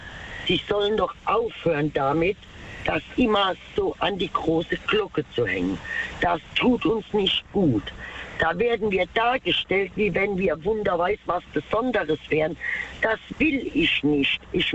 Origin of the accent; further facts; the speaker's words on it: Mannheim, Baden-Württemberg, Germany; Also, ich bin gebürtig aus Mannheim und ich bin mit allen verschiedenen Sorten von Menschen groß geworden